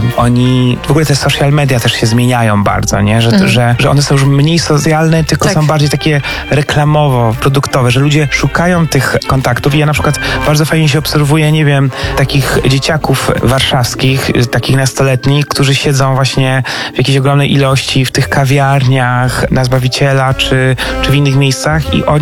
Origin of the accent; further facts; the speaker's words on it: Jasło, Subcarpathian Voivodeship, Poland; moved away; ja na przykład pochodzę z bardzo małego miasta